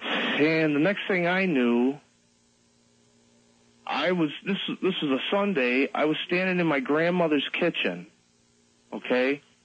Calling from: New York, United States; I'm calling from Western New York.

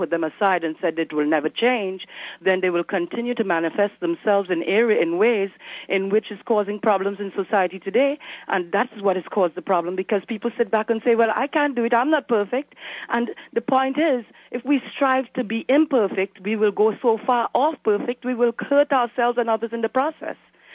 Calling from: Toronto, Ontario, Canada; Oh, I'm calling from Toronto.

